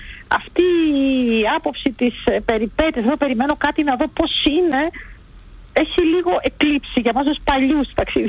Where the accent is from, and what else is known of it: Berlin, Germany; born or raised there